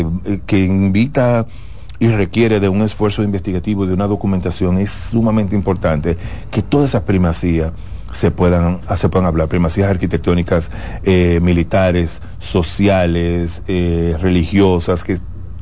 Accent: Dominican Republic; Nosotros como dominicanos deberíamos tener conocimiento absoluto

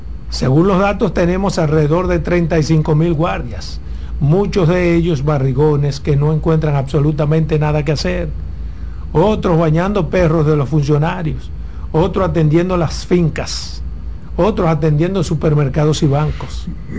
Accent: Pedernales, Dominican Republic; Yo soy de Pedernales.

